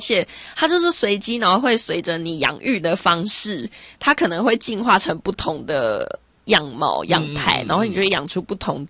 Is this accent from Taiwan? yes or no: yes; Taiwan; 可是我身为一个台湾人竟然现在才认识它哦